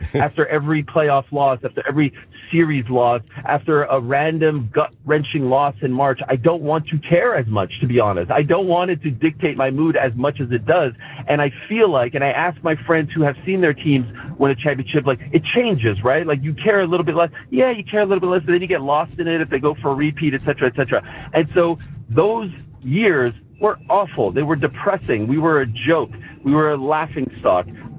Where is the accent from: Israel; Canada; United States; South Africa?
Canada; Montreal, Quebec; moved away; I grew up in Montreal